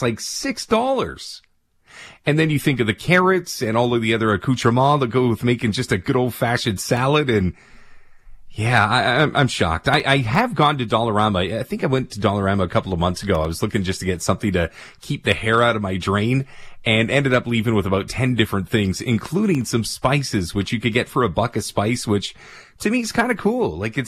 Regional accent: Canada; It's such an interesting time as a Canadian watching this all.

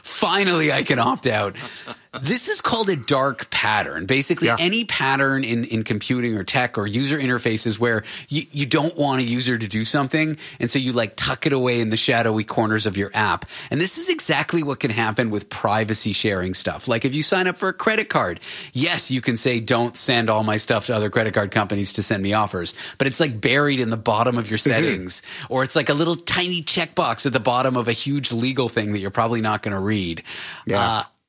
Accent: Toronto, Ontario, Canada; Now, growing up in the mean streets of Toronto, my hometown, I would see these signs in the neighborhoods

